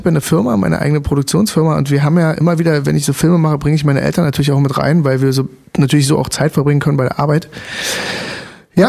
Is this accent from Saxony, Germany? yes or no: yes; Chemnitz, Saxony, Germany; born there; also born or lived in Frankfurt (Oder), Brandenburg; wir sind aus Frankfurt oder weg, da war, als die Mauer fiel, da war ich neun, genau, und dann sind wir nach Chemnitz. Karl-Marx-Stadt